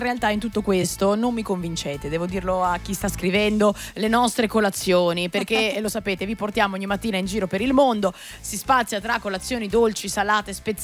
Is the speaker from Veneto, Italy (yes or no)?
no; Lombardy, Italy; dalle nostre parti della Valtellina